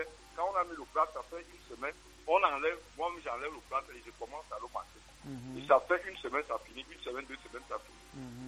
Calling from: Centre, Cameroon; Non, je suis à Ekoundou.

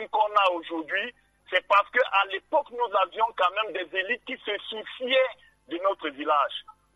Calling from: Centre, Cameroon; Moi, je suis de Bokaga où le goudron s'arrête. Quand vous partez de Bafia pour Bokito, le goudron s'arrête net à la minute, à la limite de mon village.

